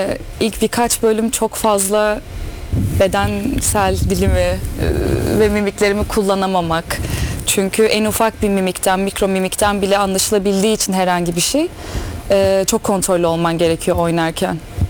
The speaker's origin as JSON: {"language": "Turkish", "region": "Antalya", "country": "Turkey", "tie": "born or raised there", "also_born_or_lived": "Sivas", "said": "Her sonra kırkım çıktıktan sonra tekrar Antalya'ya geri dönüyoruz."}